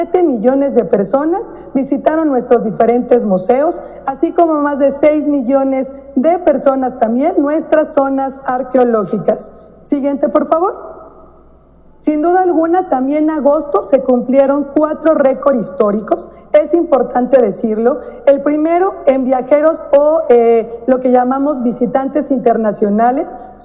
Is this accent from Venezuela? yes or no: no; Mexico; somos las mexicanas y los mexicanos que turisteamos